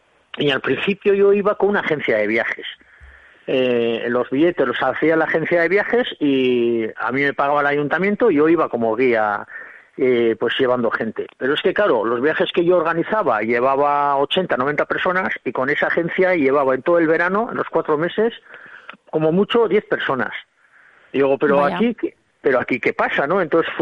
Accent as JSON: {"language": "Spanish", "town": "Bilbao", "region": "Basque Country", "country": "Spain", "said": "yo soy muy muy de Bilbao"}